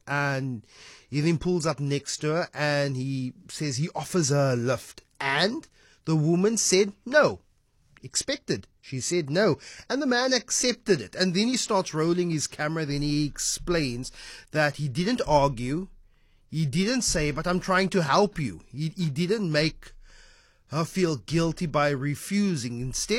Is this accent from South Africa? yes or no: yes; South Africa; I am a South African man.